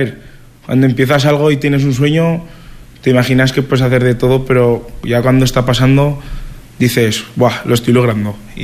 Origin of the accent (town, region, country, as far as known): Ejea de los Caballeros, Aragon, Spain